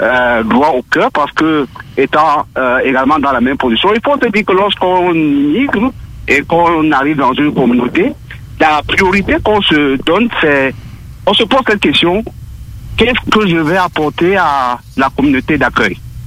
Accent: Cameroon; now in Lévis, Canada

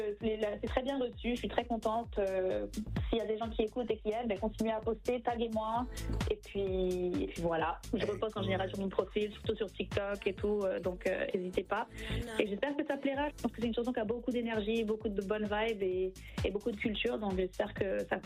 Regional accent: Haiti; Et il y a une chanson dans notre culture qui s'appelle

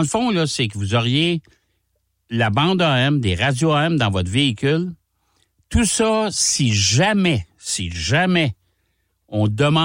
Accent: Canada; chez nous, au Canada.

